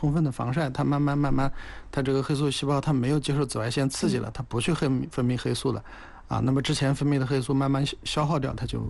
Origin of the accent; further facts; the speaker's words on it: China; 对于我们中国人来讲，你选择一个40以上的就已经很好了